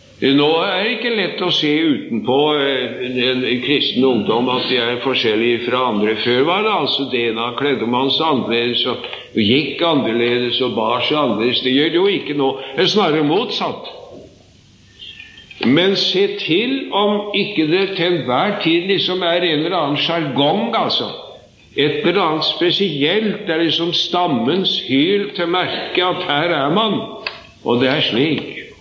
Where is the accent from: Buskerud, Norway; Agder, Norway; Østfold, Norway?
Østfold, Norway; Sarpsborg; born or raised there